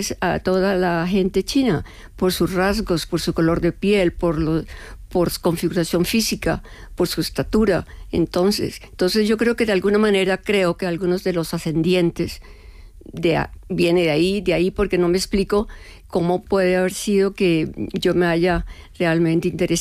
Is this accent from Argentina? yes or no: no; Colombia; como colombiana de origen, pues con eso del realismo mágico y de García Márquez